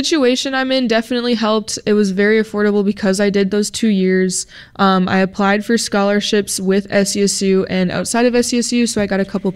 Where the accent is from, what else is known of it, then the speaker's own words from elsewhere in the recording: Brainerd, Minnesota, United States; moved away as an adult; now in St. Cloud, United States; Yeah, so I'm from Brainerd originally